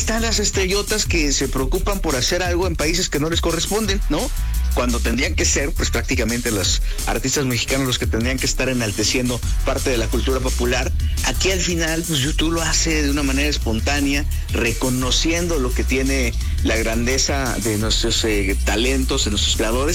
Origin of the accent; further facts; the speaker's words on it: Mexico; del reconocimiento que tiene nuestra sociedad, que tenemos como mexicanos, y evidentemente de la grandeza que hay en nuestro país, ¿no?